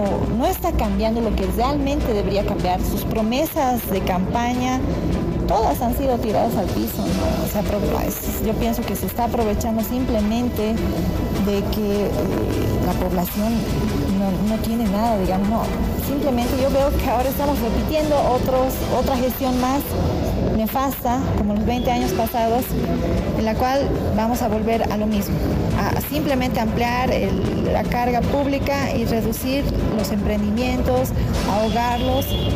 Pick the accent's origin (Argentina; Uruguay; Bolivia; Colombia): Bolivia